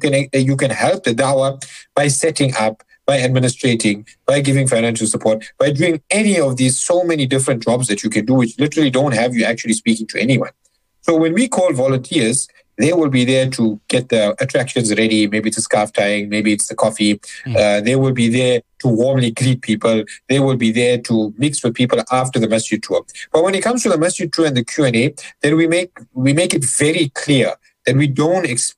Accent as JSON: {"language": "English", "town": "Durban", "region": "KwaZulu-Natal", "country": "South Africa", "said": "specifically Northcliffe, so that's in Johannesburg, and I'm from Durban, but I'll be flying up on Saturday morning just for this."}